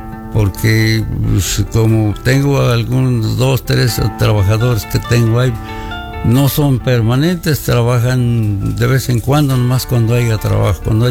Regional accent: Cazotitlán, Hidalgo, Mexico; moved away as an adult; also born or lived in Zacatlán; now in San Bartolo, Mexico; Pero yo no soy de aquí, soy de Cazotitlán, Hidalgo.

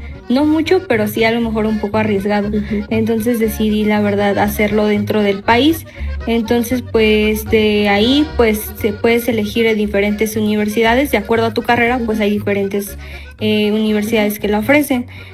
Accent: Tlaxcala, Mexico; Pues vengo del estado de Tlaxcala y pues en esta ocasión yo estuve haciendo este proceso de movilidad cursando 7 materias

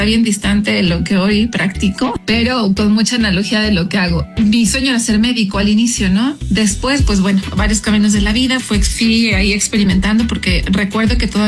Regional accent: Epazoyucan, Hidalgo, Mexico; also born or lived in Pachuca; yo soy originaria de Pasoyucan, es un municipio muy cercano aquí a la capital.

